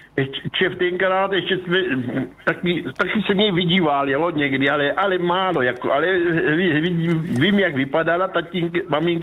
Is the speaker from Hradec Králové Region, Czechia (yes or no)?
no; Olbramovice, South Moravian Region, Czechia; born there; tak já jsem se narodil v Olramovicích u Moravského Krumlova. To nejsou ty Olramovice někde u Benešova, tak to jsou tady u Moravského Krumlova.